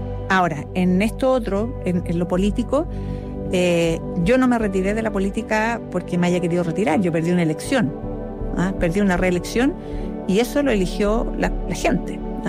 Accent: Chile

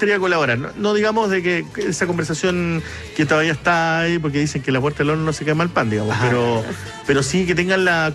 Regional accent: Chile; como que da como, ah, no, sí, yo soy chileno.

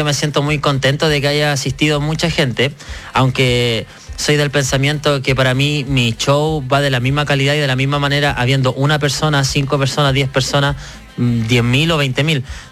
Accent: Curacaví, Santiago Metropolitan Region, Chile; Sí, no, soy de Curacaví, así que yo siempre llevo mi bandera. Creo que las personas tienen que saber muy bien de dónde son para saber dónde quieren llegar. Así que yo soy de Curacaví, la tierra de los dulces, de los dulces chilenos y las chichas

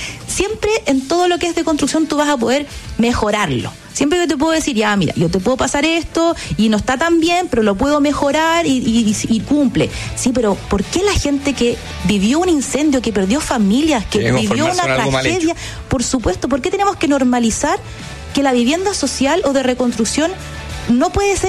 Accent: Valparaíso, Chile; yo soy de Valparaíso, entonces estamos acostumbrados también a tener reconstrucciones asociadas

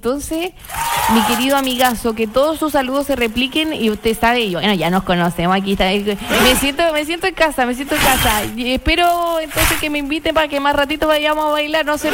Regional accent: Chiloé, Los Lagos, Chile; now in Osorno, Chile; yo soy chilota, pero ya me siento parte de Osorno

